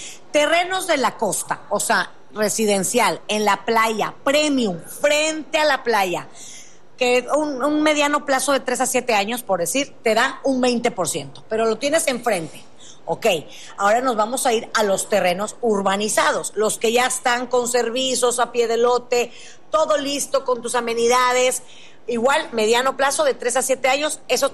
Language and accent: Spanish; Monterrey, Nuevo León, Mexico; Tú sabes que yo soy regia y ese capital inteligente